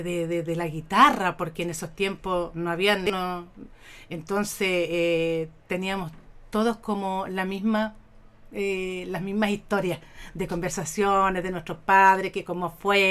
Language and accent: Spanish; Longaví, Maule, Chile; also born or lived in Santiago; now in Longaví, Chile; yo fui nacida y criada en Ranchillo, en los cerros. Y de allá, cuando a nuestros padres les entregaron las tierras acá, en la quinta de Longaví, yo estuve muy poco tiempo